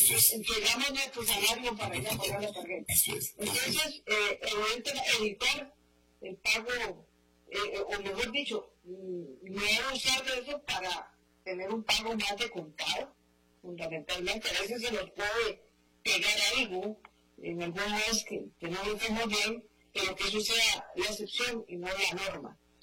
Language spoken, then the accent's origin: Spanish; Costa Rica; Y realmente interesante poder tener este tipo de herramientas como consumidores, como costarricenses, y medir muy bien nuestro estado de crédito.